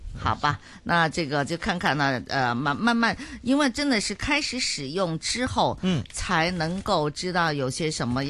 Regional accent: Hong Kong; 现在我们香港人也很多很能吃辣的，

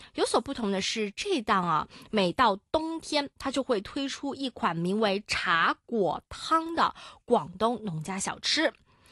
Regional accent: Macau

